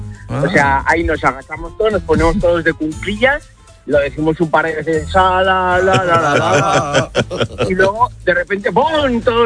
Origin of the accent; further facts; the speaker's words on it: Alfaro, La Rioja, Spain; Y ahora justo ahora estoy volviendo para La Rioja, que yo soy de La Rioja, de Alfaro.